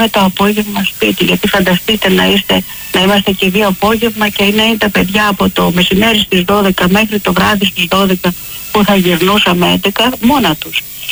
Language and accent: Greek; Greece; now in Sydney, Australia